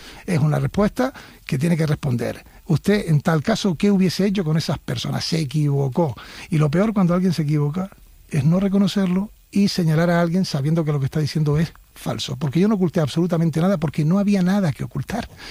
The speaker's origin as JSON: {"language": "Spanish", "region": "Canary Islands", "country": "Spain", "said": "ninguna lección de amar a mi tierra, de defenderla y de estar al lado de los canarios y canarias. Yo vivo allí, allí está mi familia, están mis amigos, tengo lógicamente, como todos, raíces en todas las islas."}